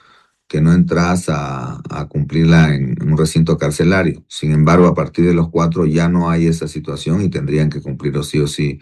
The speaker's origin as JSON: {"language": "Spanish", "country": "Bolivia", "said": "nuestra cultura como bolivianos"}